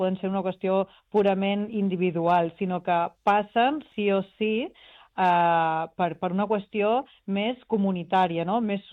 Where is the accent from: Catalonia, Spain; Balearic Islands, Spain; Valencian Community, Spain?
Balearic Islands, Spain; Ibiza; jo soc d'Eivissa